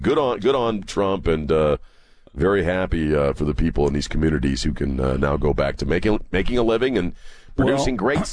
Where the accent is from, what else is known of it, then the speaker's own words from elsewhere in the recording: Chesapeake Bay, United States; I grew up on Chesapeake Bay and the coast of the East Coast.